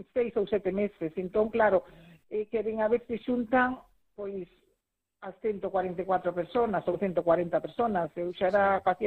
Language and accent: Galician; A Guarda, Galicia, Spain; Eu, por exemplo, son da Guardia, e desplazarte a Santiago, isto leva un custo